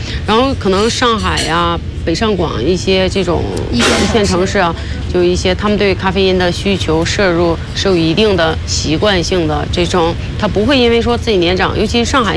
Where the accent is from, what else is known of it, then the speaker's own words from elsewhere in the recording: Northeast China, China; 我在东北嘛，我的家乡那边可能是年长的一些人